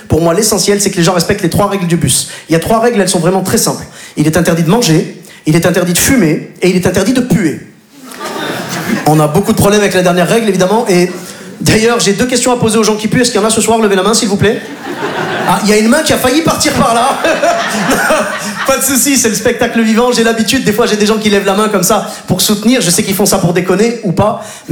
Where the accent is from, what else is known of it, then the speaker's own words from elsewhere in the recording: Clermont-Ferrand, Auvergne-Rhône-Alpes, France; also born or lived in Bordeaux; now in Paris, France; fait un an que je suis installé à Paris. Juste avant ça, j'ai passé 12 ans à Bordeaux, et sinon je suis originaire de Clermont-Ferrand.